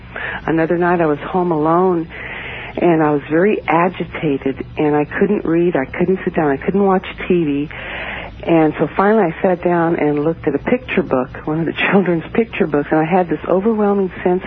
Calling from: Alameda, California, United States; From Alameda, California, right outside of San Francisco.

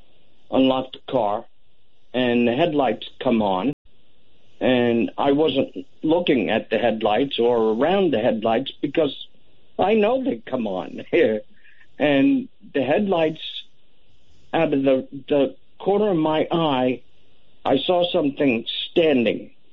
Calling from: Norman, Oklahoma, United States; I'm from Norman, Oklahoma, which is about 30 miles south of Oklahoma City.

